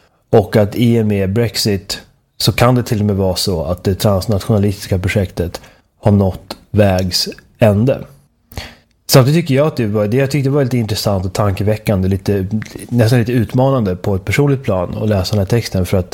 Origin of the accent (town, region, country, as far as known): Sweden